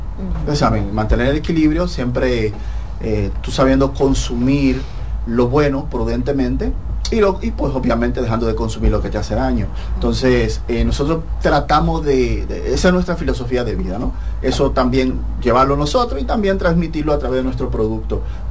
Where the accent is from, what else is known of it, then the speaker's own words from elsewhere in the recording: Puerto Plata, Dominican Republic; No, yo soy de Puerto Plata.